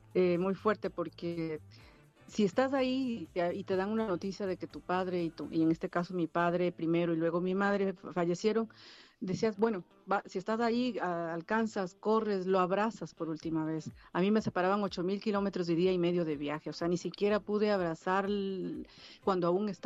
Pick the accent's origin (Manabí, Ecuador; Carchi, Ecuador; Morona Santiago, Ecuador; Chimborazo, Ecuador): Chimborazo, Ecuador; Riobamba; moved away as an adult